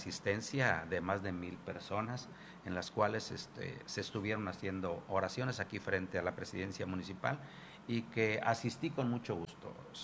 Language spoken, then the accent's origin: Spanish; San José de las Flores, Mexico; nací en San José de las Flores, ya hace muchos años. Crecí en San José de las Flores, sigo viviendo en San José de las Flores